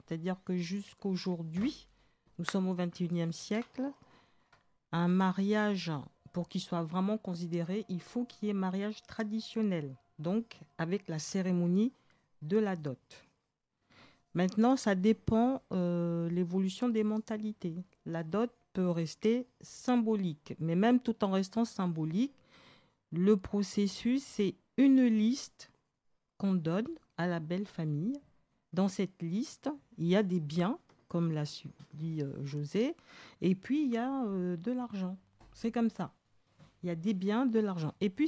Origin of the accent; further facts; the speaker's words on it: Gabon; je suis originaire du Gabon